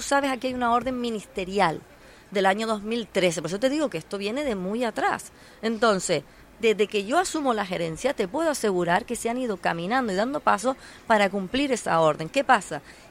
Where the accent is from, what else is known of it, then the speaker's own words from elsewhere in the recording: Canary Islands, Spain; Somos canarios, somos isleños.